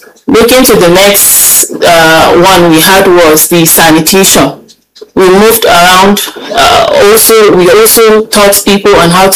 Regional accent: Plateau, Nigeria; I'm from Plateau State and I'm the secretary of the SDG CDS Group.

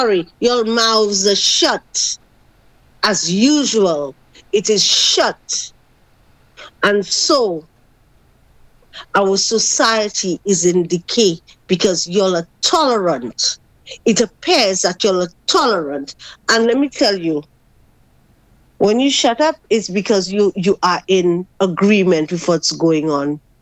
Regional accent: St. Lucia

